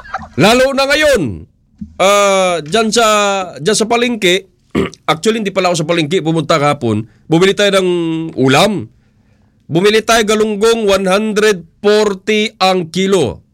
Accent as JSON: {"language": "Tagalog", "region": "Mimaropa", "country": "Philippines", "said": "dito sa amin sa Palawan"}